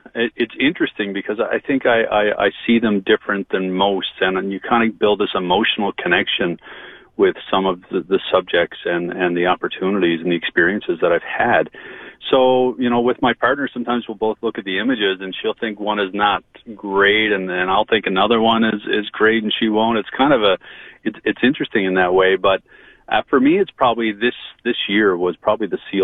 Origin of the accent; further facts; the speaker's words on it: Newfoundland and Labrador, Canada; When we talk about, especially as a Newfoundlander and Labradorian and being exposed to the coast so much, to be out there immersed in that marine life was inspirational to me